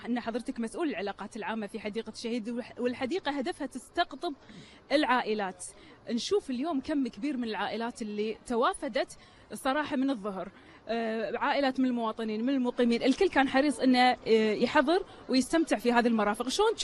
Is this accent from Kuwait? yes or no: yes; Kuwait; احنا فخورين ككويتيين